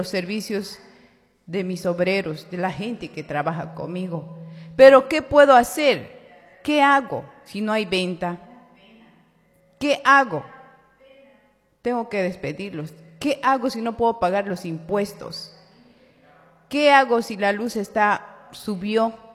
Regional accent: Bolivia; Nos está endeudando a los bolivianos y bolivianas a través del Fondo Monetario Internacional.

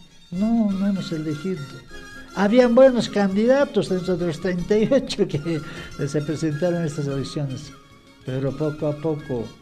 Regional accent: Cusco, Peru; soy patrimonio cultural vivo de la región del Cusco

